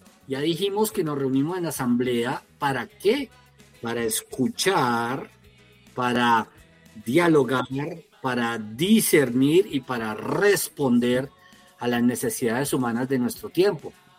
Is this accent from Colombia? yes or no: yes; Colombia